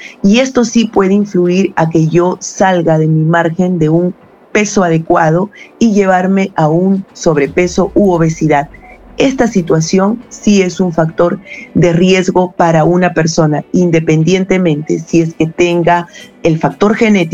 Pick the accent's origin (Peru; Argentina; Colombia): Peru